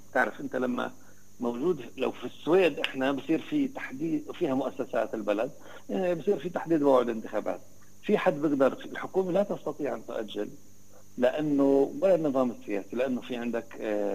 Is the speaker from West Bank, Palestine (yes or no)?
yes; West Bank, Palestine